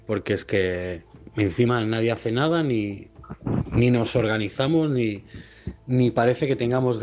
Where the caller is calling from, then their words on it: Spain; Somos muchos los españoles que queremos ir a Ceuta.